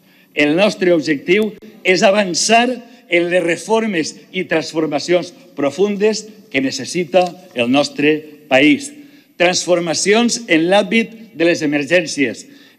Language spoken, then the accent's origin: Catalan; Valencian Community, Spain